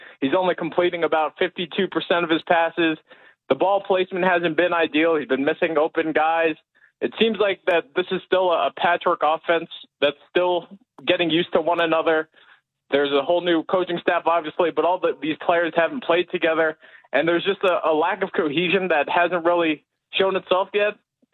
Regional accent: New York, United States; moved away; Like, I'm from New York, so I'm used to bandwagoners.

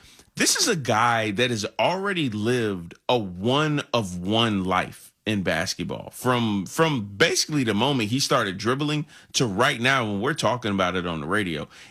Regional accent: Virginia, United States; I grew up in Virginia. Allen Iverson is a religion in Virginia. And I went to school at Hampton University in the 757. So Allen Iverson is a demigod from where I'm from.

